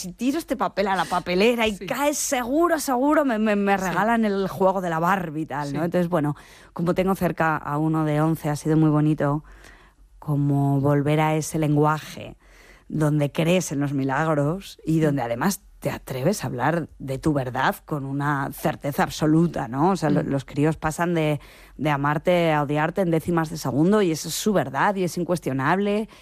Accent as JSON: {"language": "Spanish", "country": "Spain", "tie": "born or raised there", "said": "Mi pueblo estaba entre medio de Zaragoza y Madrid, y entonces había mucho tráfico los domingos de la gente que iba a ver, bueno, pues que volvía de Madrid o que iba hacia Madrid, y entonces es una zona donde se cultivaban cerezas"}